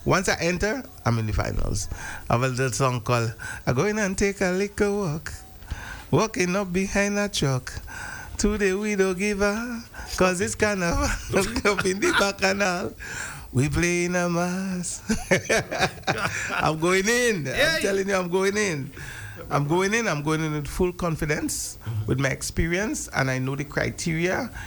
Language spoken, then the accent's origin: English; Grenada; when I'm traveling and I say I'm from Grenada